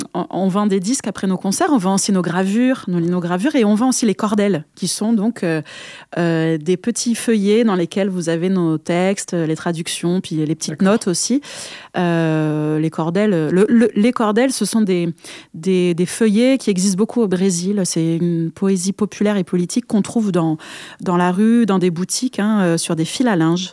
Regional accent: Occitanie, France; chez nous en Occitanie

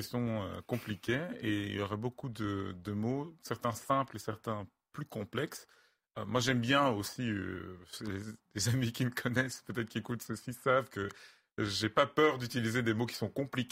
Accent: West, Cameroon; Donc, je suis originaire du Cameroun. Je viens d'une région qui a eu sa langue depuis des siècles.

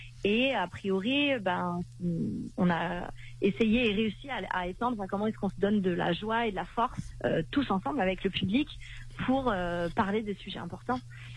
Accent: Occitanie, France; vers chez nous en Occitanie, puis nous autour de Villefort

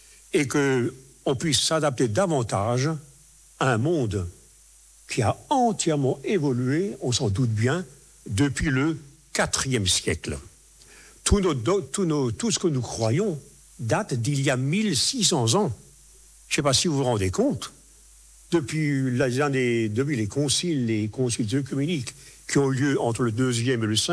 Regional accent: Strasbourg, Grand Est, France; Je viens de Strasbourg, ville, vous le savez bien, éminemment protestante.

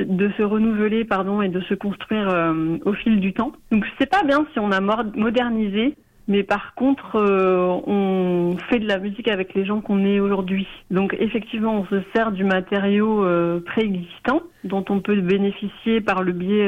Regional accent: Nouvelle-Aquitaine, France; moved away as an adult; now in Bagnères-de-Bigorre, France; Moi, j'ai grandi au Pays Basque, j'ai passé toute mon enfance, adolescence, tout ça

